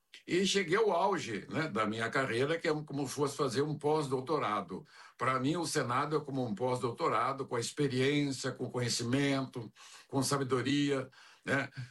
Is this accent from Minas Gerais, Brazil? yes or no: no; Paraná, Brazil; also born or lived in Cambé / Curitiba; Sou nascido, criado no Paraná, sou bicho do Paraná, sou o pé vermelho, né, morei em Cambé muitos anos, moro em Londrina há 34 anos, já morei em Curitiba.